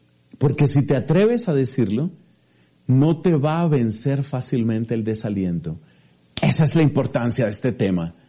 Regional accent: Colombia; en mi país, en Colombia

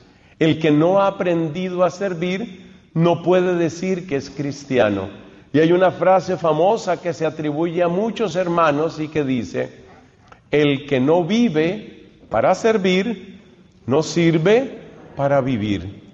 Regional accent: Colombia; soy colombiano para servicio de ustedes

